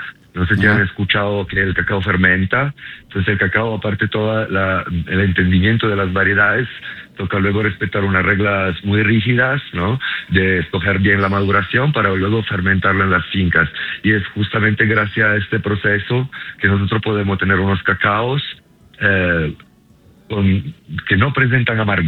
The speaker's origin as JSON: {"language": "Spanish", "country": "Italy", "accent": "Italian", "second_language": "Spanish", "said": "pues por el acento, ¿no? Soy italiano"}